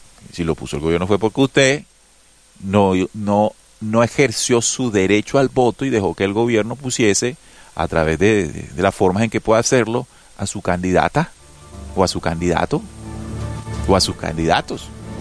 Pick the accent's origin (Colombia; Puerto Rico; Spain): Colombia; ojalá como colombianos debemos exigir que esa justicia haga algo